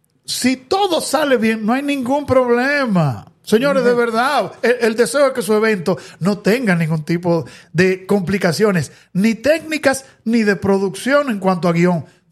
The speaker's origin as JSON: {"language": "Spanish", "town": "Santiago de los Caballeros", "region": "Santiago", "country": "Dominican Republic", "said": "aplaudirnos a los santiagueros"}